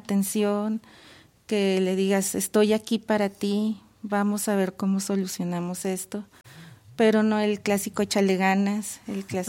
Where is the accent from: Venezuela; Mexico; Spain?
Mexico; seguimos siendo mexicanos